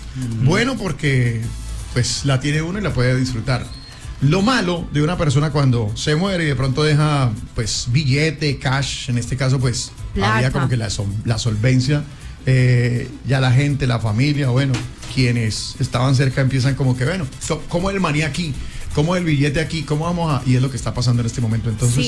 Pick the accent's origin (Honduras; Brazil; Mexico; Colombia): Colombia; como buenos colombianos que somos